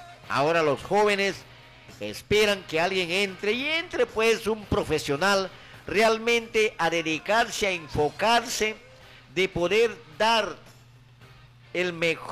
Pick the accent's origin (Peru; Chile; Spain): Peru; ciudadano de a paso y peruano